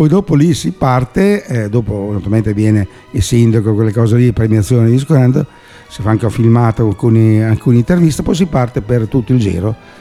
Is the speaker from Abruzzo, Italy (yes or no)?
yes; Abruzzo, Italy; born there; now in Bologna, Italy; Io sono abruzzese da nascita, vabbè, anche se è 52, 53, non mi ricordo neanche più quanti anni che sono qui a Bologna